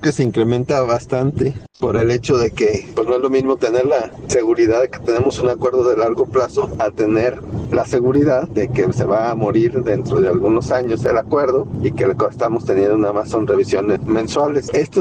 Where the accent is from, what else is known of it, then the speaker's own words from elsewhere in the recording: Mexico; para nosotros como mexicanos